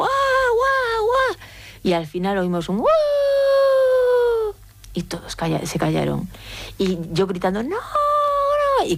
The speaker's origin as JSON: {"language": "Spanish", "region": "Galicia", "country": "Spain", "said": "yo soy gallega, ¿no? Los gallegos estamos en Galicia. Bueno, yo no estoy en Galicia ahora, pero tenemos un, no tengo mucho acento, pero yo antes tenía acento."}